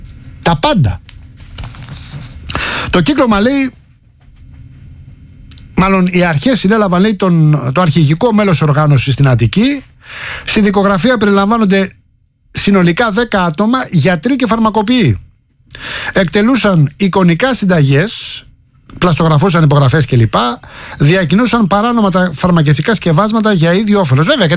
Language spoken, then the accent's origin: Greek; Rafina, Attica, Greece; στη Ραφίνα, στην πατρίδα μου